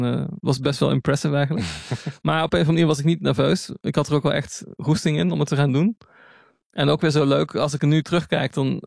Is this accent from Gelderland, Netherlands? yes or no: yes; Nijmegen, Gelderland, Netherlands; born there; De andere persoon is in Nijmegen, waar ik geboren ben. Een stad in het oosten van het land.